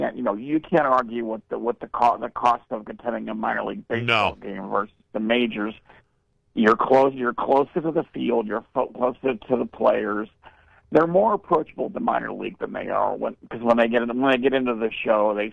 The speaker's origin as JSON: {"language": "English", "town": "Philadelphia", "region": "Pennsylvania", "country": "United States", "tie": "born or raised there", "said": "I'm a native from Philadelphia."}